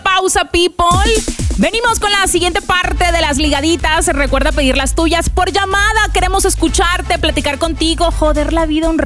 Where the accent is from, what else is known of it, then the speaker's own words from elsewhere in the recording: Barranquilla, Atlántico, Colombia; moved away; ¿Qué hará por mi tierra?